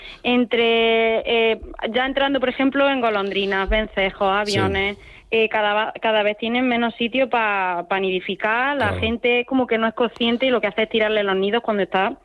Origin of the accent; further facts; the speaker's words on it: Villacarrillo, Andalusia, Spain; cuando voy de visita a mi pueblo, en Villacarrillo, allí en Jaén